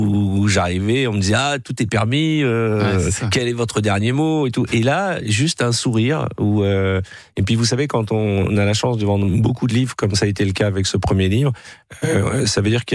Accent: France; J'ai une empathie, je sais pas, moi je suis français, moi je m'occupe pas de la politique israélienne, on a déjà du mal à comprendre la politique en France.

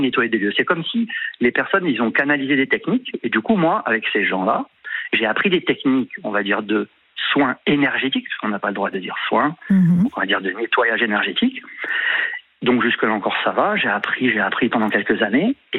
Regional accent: Aix-en-Provence, Provence-Alpes-Côte d'Azur, France; De temps en temps, après moi je viens de Aix-en-Provence au départ.

